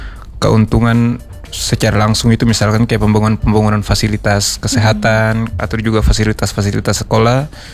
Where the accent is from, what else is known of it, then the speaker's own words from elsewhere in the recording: Maluku, Indonesia; daerah saya itu di Maluku itu dulu itu agak kesulitan sebenarnya untuk misalkan ke fasilitas kesehatan karena belum ada puskesmas yang terdekat, paling posyandu di kampung